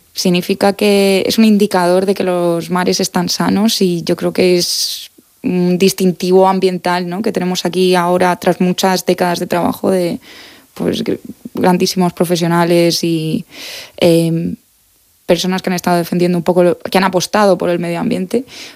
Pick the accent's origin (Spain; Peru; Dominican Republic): Spain; Region of Murcia; aquí al ladito, en mi tierra